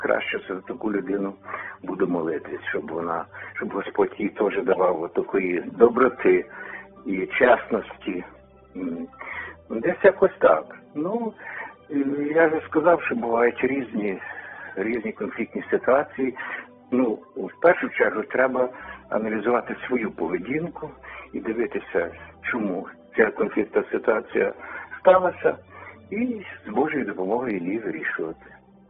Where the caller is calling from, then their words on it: Kyiv, Ukraine; Місто Київ.